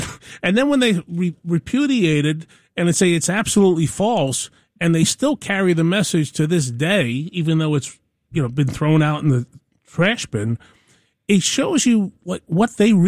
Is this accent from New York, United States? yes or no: yes; Staten Island, New York, United States; You know, my hometown, Staten Island, I got born and raised in South Beach. I was a kid from South Beach.